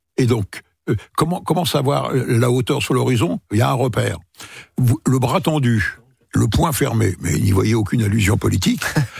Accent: Paris, Île-de-France, France; moi je parle pour Paris, en tant que Parisien

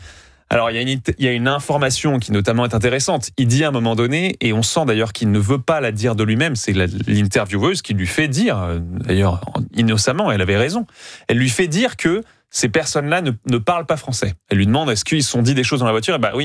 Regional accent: Normandy, France; Bon, je suis normand, donc je connais bien Rouen

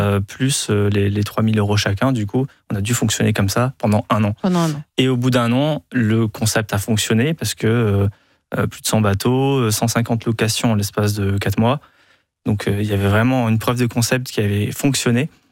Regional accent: Bordeaux, Nouvelle-Aquitaine, France; Moi, je viens de Bordeaux, donc c'est la région.

